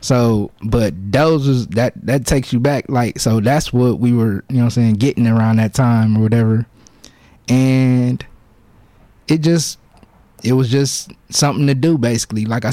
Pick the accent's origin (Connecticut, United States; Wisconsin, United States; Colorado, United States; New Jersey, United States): Wisconsin, United States; Milwaukee; I really say growing up in Milwaukee, it was just like, I say like any other kid in the urban Milwaukee area